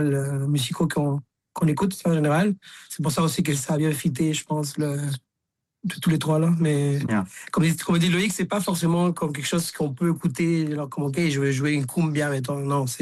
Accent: Chile; moved away; Mais moi, c'est que je viens du Chili

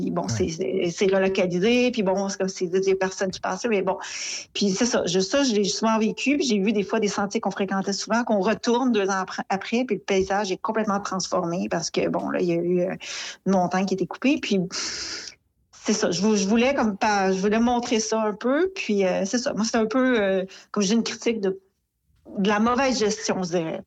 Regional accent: L'Ascension, Quebec, Canada; born or raised there

